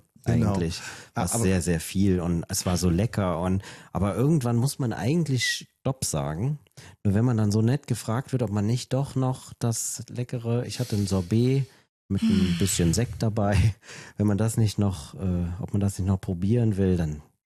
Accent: Trier, Rhineland-Palatinate, Germany; accent: Trier dialect; Ja, das ist mein Trierer Dialekt, Entschuldigung, mein Slang.

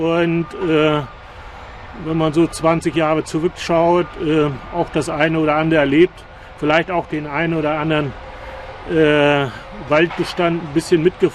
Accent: Mecklenburg-Vorpommern, Germany; Also gebürtig bin ich Mecklenburger, an der Ostseeküste aufgewachsen, vor den Toren von Lübeck geboren, aber auf mecklenburgischer Seite.

